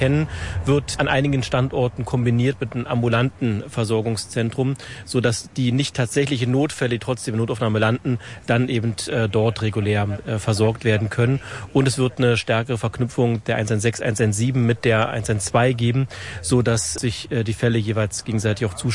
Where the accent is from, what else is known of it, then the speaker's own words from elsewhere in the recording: Brandenburg, Germany; Eine Forderung, die wir als Brandenburger ja lange auch erhoben haben.